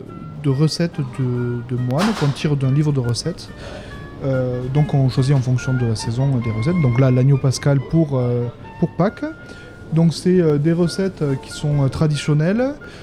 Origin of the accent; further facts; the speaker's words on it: Occitanie, France; Ah, moi, je suis aveyronnais aussi.